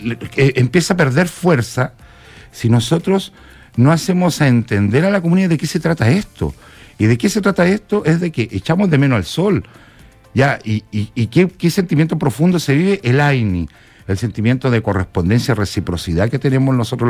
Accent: Tarapacá, Chile; ese afecto que tenemos los guarinos con toda la región

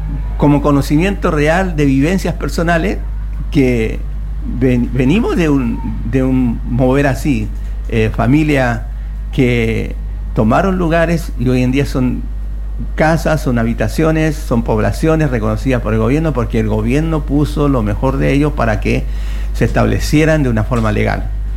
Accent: Santiago, Santiago Metropolitan Region, Chile; now in Antofagasta, Chile; yo soy de Santiago, llevo más de 40 años acá en Antofagasta, he vivido procesos duros, difíciles, procesos bien positivos, pero yo vengo de Santiago, de la población La Bandera.

